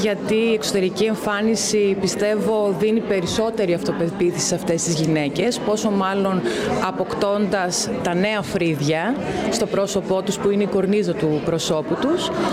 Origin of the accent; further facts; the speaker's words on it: Komotini, East Macedonia and Thrace, Greece; Είμαι από την Κομωτινή